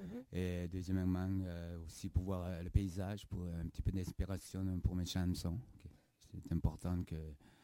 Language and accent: French; France; comme vous l'avez dit. Je viens de France